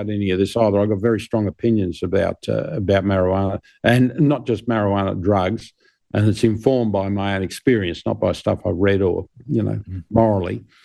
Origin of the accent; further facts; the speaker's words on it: Albury, New South Wales, Australia; I went back to my hometown of Albury, got married, working in pubs.